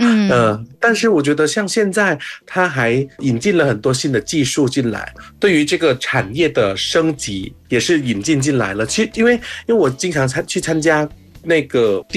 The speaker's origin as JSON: {"language": "Chinese", "country": "Thailand", "said": "我是来自泰国的"}